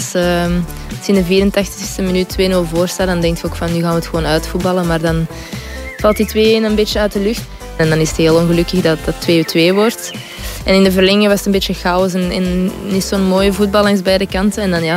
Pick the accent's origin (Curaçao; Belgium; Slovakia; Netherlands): Belgium; Antwerp, Flanders; En ja, ik ben toch van Antwerpen, dus ja.